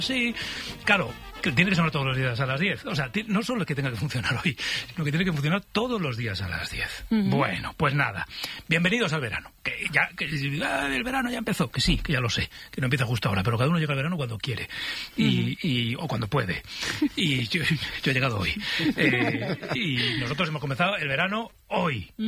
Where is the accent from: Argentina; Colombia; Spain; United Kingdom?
Spain; Navarre; Como yo tengo más años que ellos, soy más navarro que ellos.